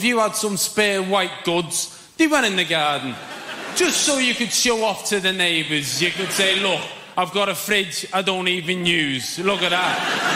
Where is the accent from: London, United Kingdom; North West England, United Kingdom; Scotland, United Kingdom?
North West England, United Kingdom; Liverpool; I'm from Liverpool.